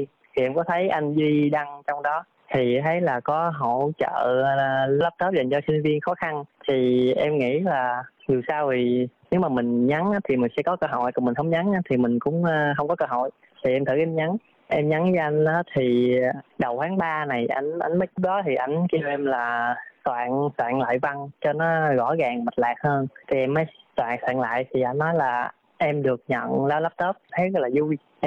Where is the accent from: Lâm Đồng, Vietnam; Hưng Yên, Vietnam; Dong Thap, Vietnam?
Dong Thap, Vietnam; moved away as an adult; now in Ho Chi Minh City, Vietnam; Em quê Đồng Tháp.